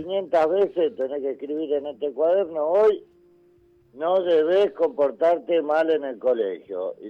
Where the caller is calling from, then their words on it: Santa Teresita, Buenos Aires Province, Argentina; De Santa Teresita